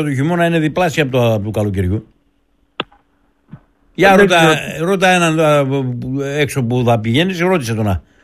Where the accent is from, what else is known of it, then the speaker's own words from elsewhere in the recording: Eastern Macedonia and Thrace, Greece; Εγώ είμαι μυρωδιάς που είμαι από την Πρωτού της Δράμας